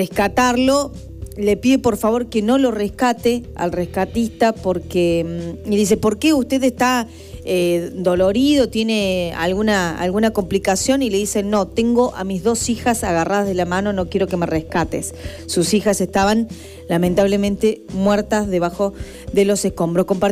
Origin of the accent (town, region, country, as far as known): Córdoba, Argentina